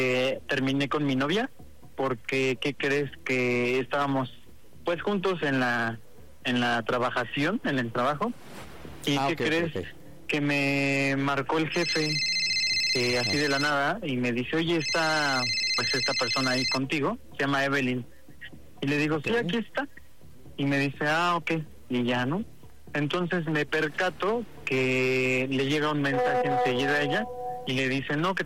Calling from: Cuautitlán Izcalli, State of Mexico, Mexico; De Cuautitlán Izcalli

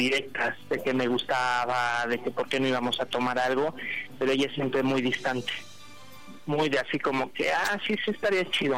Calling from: Mexico City, Mexico; Orgullosamente uno de los mejores barrios de aquí de la colonia Guerrero.

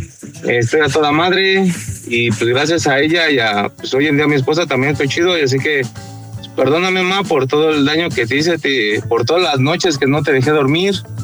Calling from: Iztapalapa, Mexico City, Mexico; De aquí de Iztapalapa.

